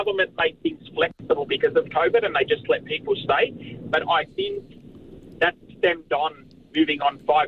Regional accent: Sydney, New South Wales, Australia; I'm born and bred in Sydney and lived here all my life

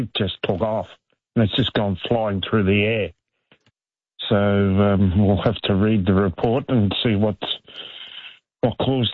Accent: Darwin, Northern Territory, Australia; born there; moved away; I was born in Darwin.

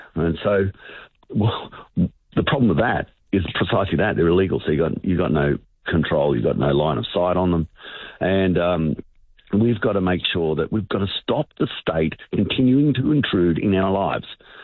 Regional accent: Australia; how I live as an Australian, a big part.

